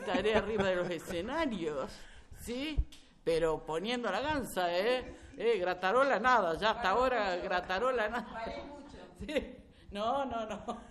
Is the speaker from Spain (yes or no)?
no; Córdoba, Argentina; Soy cordobés, ¿viste?